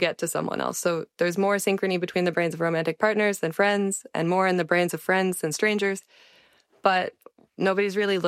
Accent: Canada; And I said, "Hi … I'm from Canada."

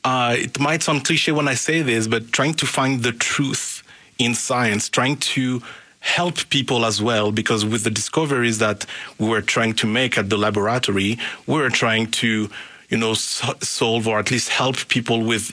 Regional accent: Paris, Île-de-France, France; now in Canada; I grew up in Paris. I was born and raised in Paris. And I grew up in a family that was originally from Comoros, from the Comoros Island in the Indian Ocean.

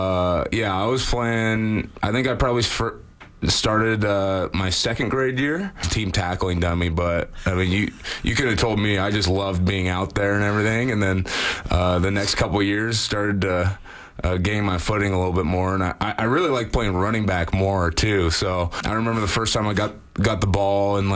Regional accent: New Westminster, British Columbia, Canada; born there; to have him up in New Westminster, up in BC, and then brought him right back down. And that's how I'm Canadian.

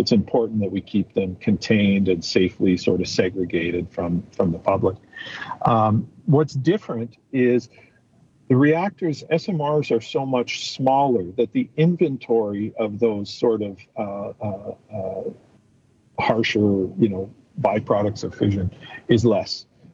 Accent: Canada; one of the things I'm most proud of as a Canadian

